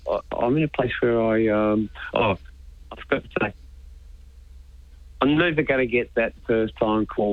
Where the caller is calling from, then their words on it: Gold Coast, Queensland, Australia; I'm calling from Queensland.